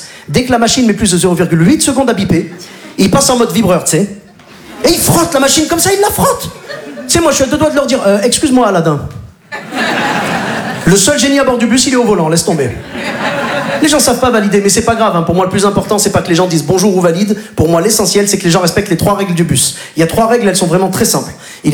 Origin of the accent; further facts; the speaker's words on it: Morocco; Donc vous l'aurez compris … je suis originaire du Maghreb, du Maroc plus précisément.